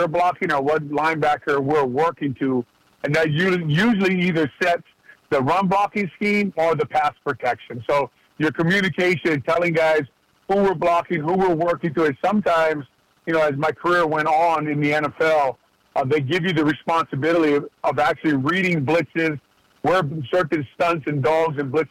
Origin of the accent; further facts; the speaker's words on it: Hawaii, United States; I hadn't left the island a lot at that time. I grew up in Hawaii. I consider myself a real island boy at that time.